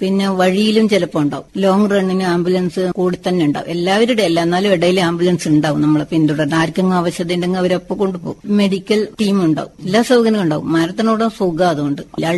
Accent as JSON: {"language": "Malayalam", "town": "Mayyil", "region": "Kerala", "country": "India", "said": "അല്ലാതെ പിന്നെ ഗ്രൗണ്ട് ശരിക്കും ഇല്ല മയിൽ പഞ്ചായത്തിൽ."}